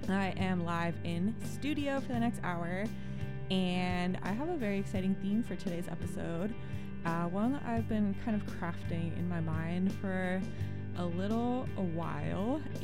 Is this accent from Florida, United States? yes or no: no; Scottsdale, Arizona, United States; I grew up in the Phoenix area in Scottsdale, Arizona, and while I truly do not at all recommend it as a place to live, and I got out of there as soon as I could have possibly done so